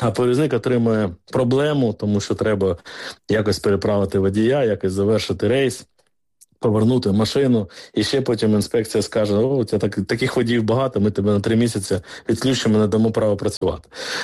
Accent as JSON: {"language": "Ukrainian", "town": "Kherson", "region": "Kherson Oblast", "country": "Ukraine", "tie": "born or raised there", "said": "ніхто не застрахований сьогодні ні в Мукачево, ні в моєму рідному Херсоні, ні в Харкові, ні в Сумах, ні в Києві"}